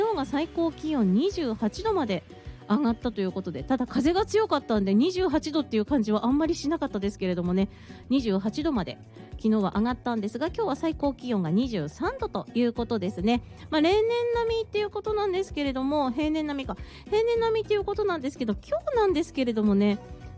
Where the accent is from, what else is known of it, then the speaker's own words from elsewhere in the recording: Ishikawa, Japan; now in Tokyo, Japan; 結構私の地元の石川県、近所で鯉のぼりあげてるお家があったりとかしてたので、